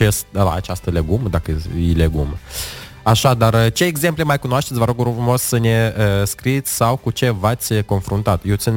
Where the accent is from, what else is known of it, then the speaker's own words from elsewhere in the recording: Moldova; înseamnă că sunt din Republica Moldova.